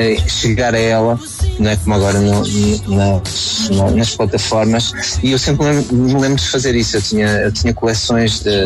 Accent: Póvoa de Varzim, Porto, Portugal; Nessa altura eu nasci no Porto, mas fui morar para a Póvoa de Varzim aos 12 e foi aí que comecei a tocar.

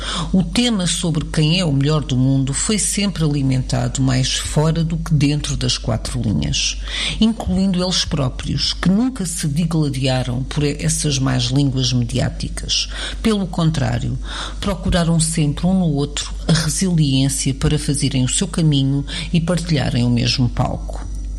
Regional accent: Portugal; eu que sou portuguesa, mas tenho na Argentina uma paixão antiga

